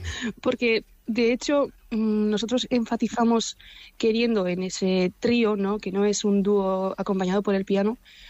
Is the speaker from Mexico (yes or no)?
no; Basque Country, Spain; los tres somos vascos y Odi y yo somos de Guipúzcoa, entonces tocar en Donostia es un placer y en el Palacio Miramar más.